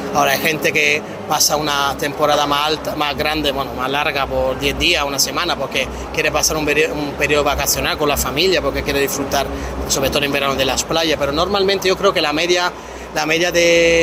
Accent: Spain; Somos españoles, somos mediterráneos.

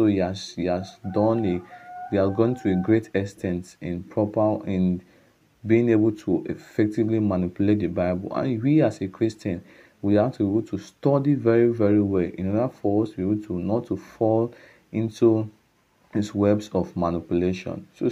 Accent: Okada, Edo, Nigeria; from Okada Town, Edo State, Nigeria

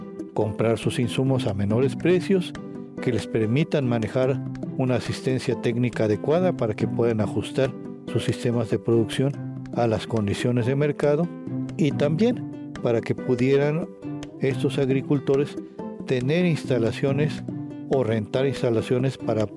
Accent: Mexico

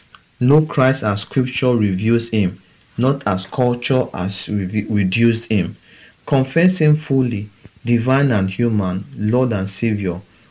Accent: Okada, Edo, Nigeria; from Okada Town, Nigeria.

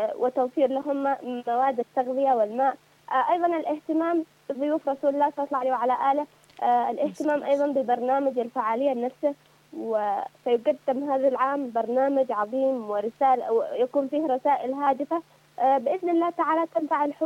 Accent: Yemen; بالنسبة لنا كيمنيين ويمنيات

